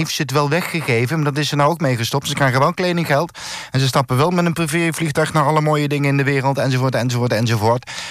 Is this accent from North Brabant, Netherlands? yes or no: no; Limburg, Netherlands; Ik kom uit Limburg